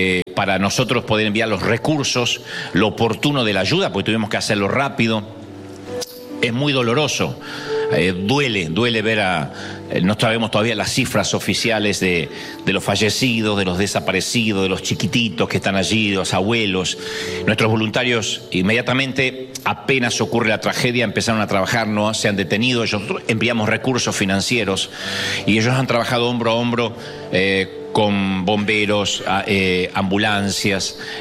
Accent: Argentina; born there; moved away; A veces yo publico algo por mi país natal y se enojan, dice, pero ustedes los argentinos agrandados porque compraron el mundial

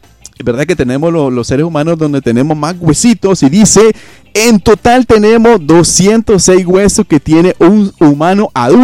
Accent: Nicaragua; Así somos los nicaragüenses

